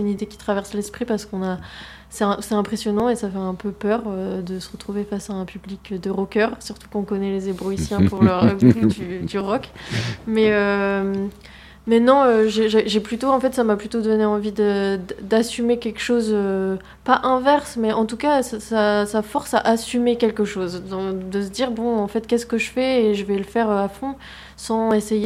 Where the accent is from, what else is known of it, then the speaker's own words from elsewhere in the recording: Évreux, Normandy, France; moved away; Moi, je suis partie d'Évreux il y a longtemps, il y a plus de 10 ans. Donc de revenir et de faire mon métier un peu maintenant ici, c'est assez particulier, ouais.